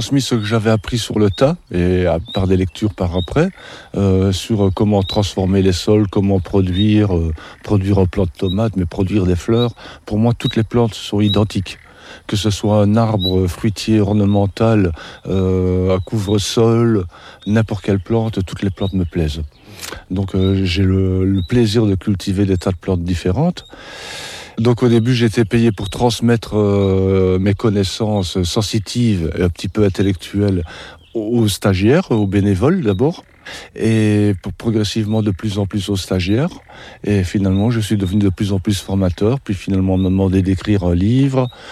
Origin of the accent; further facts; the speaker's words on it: Liège, Wallonia, Belgium; now in Ardèche, France; Moi, je suis belge d'origine, j'habitais dans une banlieue industrielle, Liège, vallée de la Fensch pour ceux qui connaissent dans le nord-est, Saint-Étienne, les cycles Saint-Étienne, banlieue industrielle métallurgique entièrement polluée